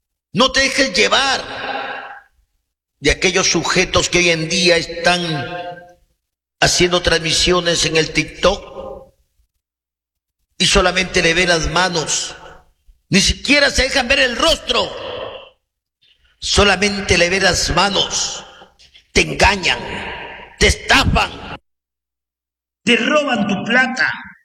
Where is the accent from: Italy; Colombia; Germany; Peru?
Peru; Huancabamba, Piura; que vengo de la Guaringa de Huancabamba.